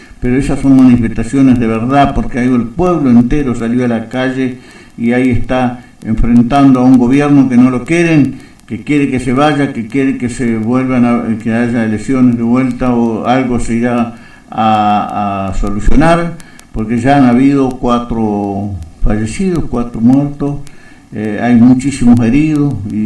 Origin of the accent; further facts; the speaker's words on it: Patagonia, Argentina; los encuentros tradicionalistas que siempre tenemos en nuestra Patagonia